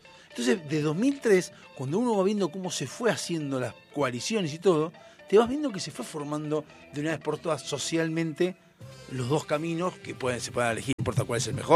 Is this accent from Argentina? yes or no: yes; Argentina; yo fui agresivo, yo contesté como argentino.